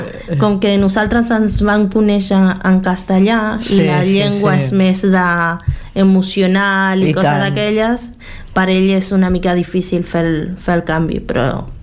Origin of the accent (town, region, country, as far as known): Argentina; Catalan is a second language; moved away as an adult; now in Catalonia, Spain